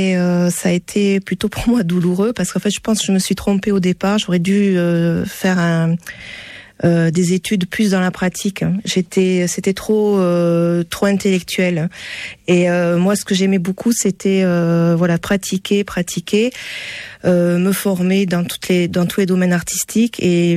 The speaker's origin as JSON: {"language": "French", "town": "Toulouse", "region": "Occitanie", "country": "France", "tie": "born there", "also_born_or_lived": "Bordeaux", "said": "je suis née à Toulouse. Alors, je suis partie faire une partie de mes études à Bordeaux parce que la fac d'art plastique n'existait pas encore à Toulouse."}